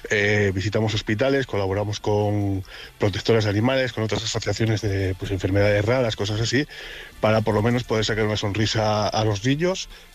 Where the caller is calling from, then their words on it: Asturias, Spain; de Asturias